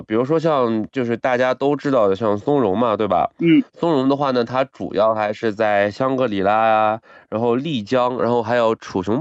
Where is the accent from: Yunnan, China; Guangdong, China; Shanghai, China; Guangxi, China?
Yunnan, China; Kunming; 因为我是这个土生土长的这个云南昆明人